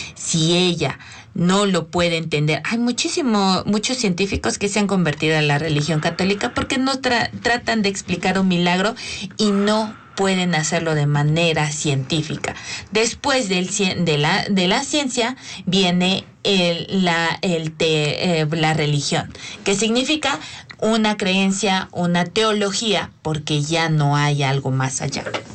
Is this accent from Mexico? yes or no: yes; Mexico; nos da esta identidad como seres mexicanos.